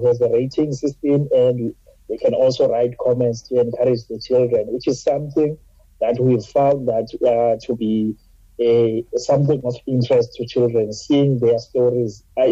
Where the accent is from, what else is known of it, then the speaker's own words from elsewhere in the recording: Eastern Cape, South Africa; now in Cape Town, South Africa; I was from the Eastern Cape and I started my schooling there. I did not know how to read, how to write when I came to Cape Town.